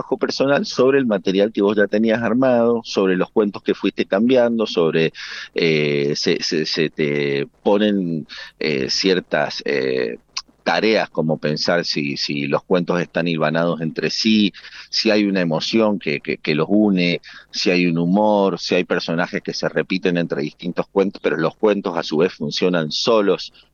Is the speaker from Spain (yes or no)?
no; Mendoza, Argentina; Creo que soy el único mendocino